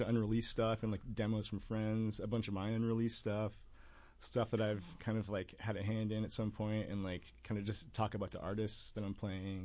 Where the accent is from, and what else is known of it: Juneau, Alaska, United States; born or raised there; moved away